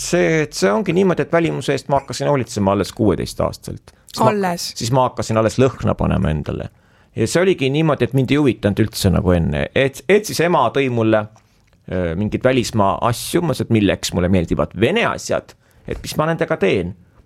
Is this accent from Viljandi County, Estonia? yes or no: yes; Viljandi, Viljandi County, Estonia; te olete Tartu vaim ju, et ma olen Viljandist.